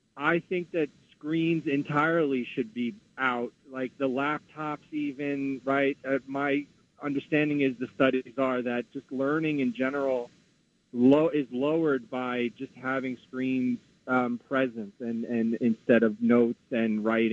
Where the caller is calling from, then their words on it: New York City, New York, United States; I'm in Flatbush.